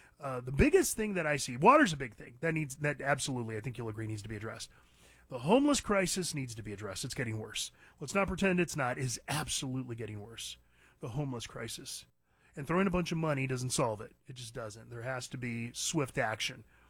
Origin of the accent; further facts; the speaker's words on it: California, United States; moved away as an adult; now in Nevada or Arizona desert, United States; I grew up in California, was born and raised. I left California at age 29, moved out to the desert, never looked back. I've got family still in California.